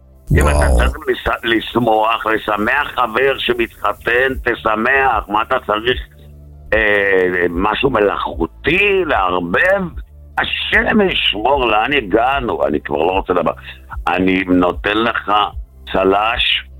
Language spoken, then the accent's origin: Hebrew; Jerusalem, Jerusalem District, Israel; אני בן ירושלים